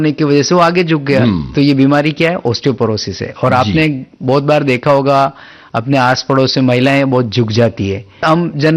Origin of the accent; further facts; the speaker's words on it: Rajasthan, India; मैं राजस्थान का रहने वाला हूं और उदयपुर मेडिकल कॉलेज से मेरी अपनी पढ़ाई करी।